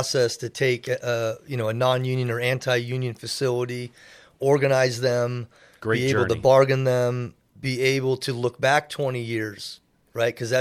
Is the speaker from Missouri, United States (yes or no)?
no; Lake Forest, California, United States; born there; also born or lived in Oak Lawn, Illinois; Originally born in Chicago, Illinois, Oak Lawn. My father was a local 9 journeyman lineman out there and then moved us out here to California for the California's gold. Started working for the Southern California Edison and eventually did a little circuit out here. But we settled in Lake Forest, or at the time was El Toro.